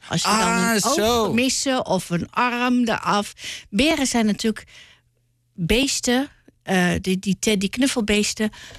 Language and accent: Dutch; Almelo, Overijssel, Netherlands; luisteren. Een plaatsgenoot van mij. Ook geboren en getogen in Almelo.